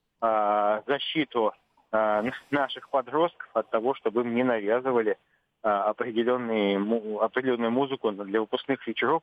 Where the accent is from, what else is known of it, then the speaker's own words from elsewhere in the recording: Saint Petersburg, Russia; Я из Санкт-Петербурга